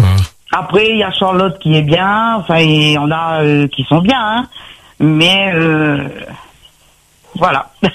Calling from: Saint-Joseph, Réunion; Non, moi, j'habite sur Saint-Joseph.

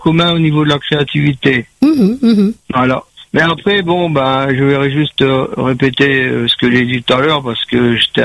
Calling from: Saint-Benoît, Réunion; moi, je suis à Saint-Benoît, mais je me déplace, c'est pas grand, l'île, hein. C'est pas comme la métropole.

